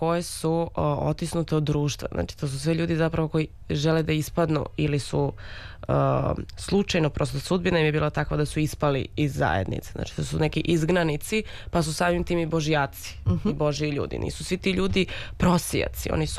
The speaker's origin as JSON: {"language": "Serbian", "country": "Serbia", "said": "Mi kao Srbi teško biramo da budemo srećni."}